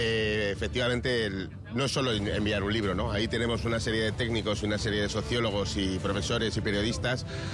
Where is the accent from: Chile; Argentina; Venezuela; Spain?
Spain; Madrid, Community of Madrid; Sí, soy español, soy aquí de Madrid